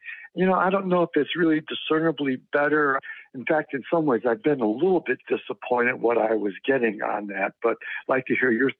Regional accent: Scottsdale, Arizona, United States; Hi, Genevieve. … I'm from Scottsdale, Arizona.

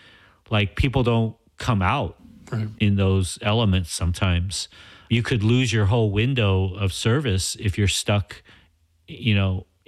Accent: Los Angeles, California, United States; So the thing about where we're from Los Angeles. We're specifically from the central region of Los Angeles, the city, Koreatown, East Hollywood, Pico Union, Mid-City.

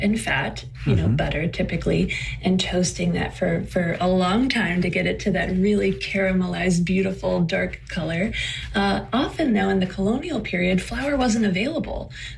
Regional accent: Pittsburgh, Pennsylvania, United States; my father took us to every Civil War battlefield between my hometown in Pittsburgh and where we went to the beach in North Carolina.

